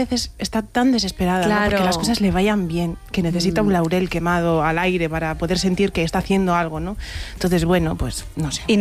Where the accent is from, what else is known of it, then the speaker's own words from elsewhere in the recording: Galicia, Spain; Pero también soy gallega, ¿no?